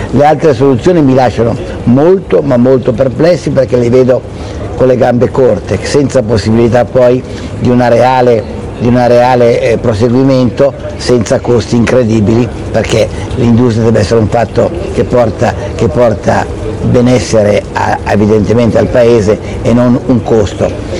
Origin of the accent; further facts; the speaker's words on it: Novi Ligure, Piedmont, Italy; also born or lived in Genoa; Novi Ligure, la mia città natale